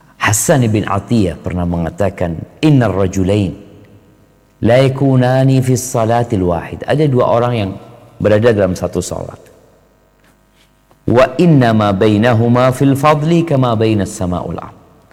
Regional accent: Indonesia

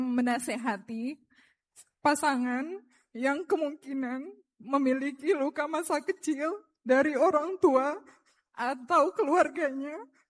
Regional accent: Serang, Banten, Indonesia; saya berasal dari Kota Serang, Banten.

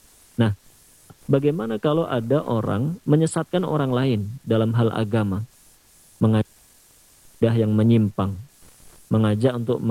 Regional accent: Indonesia

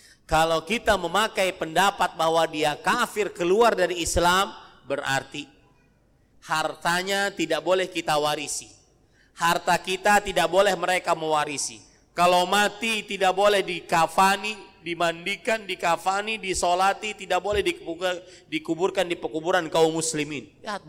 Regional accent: Banjarmasin, South Kalimantan, Indonesia; saya pulang dari dakwah di bandara di kota saya di Banjarmasin Kalimantan Selatan

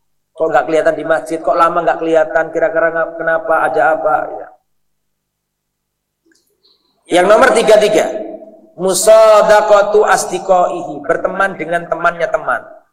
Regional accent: Java, Indonesia; wong saya juga orang Jawa

